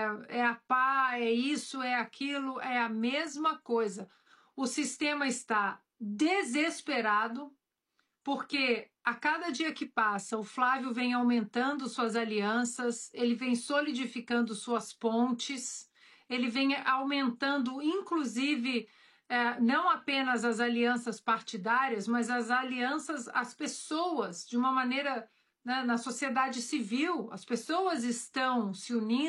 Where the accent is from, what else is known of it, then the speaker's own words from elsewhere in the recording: Minas Gerais, Brazil; eu sou mineira